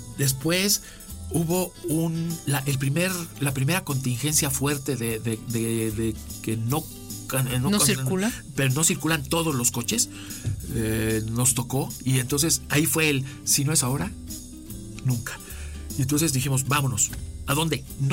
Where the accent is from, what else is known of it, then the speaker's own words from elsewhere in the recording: Puebla, Mexico; moved away as an adult; nosotros somos de Puebla, y mi esposa es de Guadalajara.